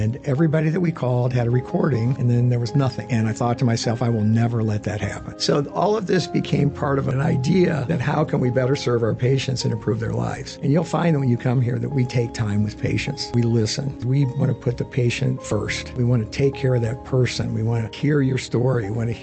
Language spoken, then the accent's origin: English; Middletown, United States; I grew up in Middletown, which is a steel town. My dad and all of my relatives worked in the mill